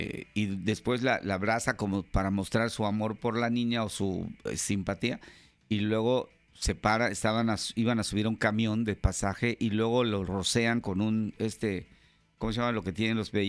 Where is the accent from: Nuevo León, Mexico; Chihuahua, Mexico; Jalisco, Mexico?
Chihuahua, Mexico; Y sí, yo soy de Chihuahua. Una muchacha chula de Chihuahua.